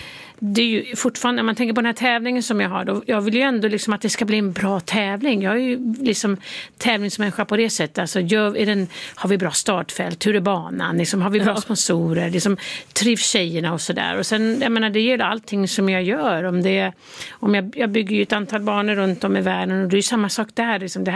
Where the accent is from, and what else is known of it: Sweden; now in United States